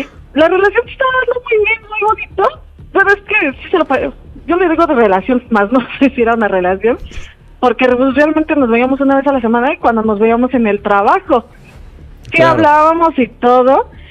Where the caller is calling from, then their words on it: Mexico City, Mexico; Tengo 35 y soy de aquí, de CDMX.